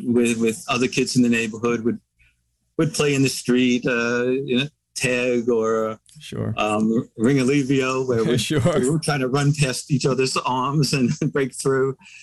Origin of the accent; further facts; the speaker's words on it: New York City, New York, United States; I grew up in Queens in a middle-class neighborhood.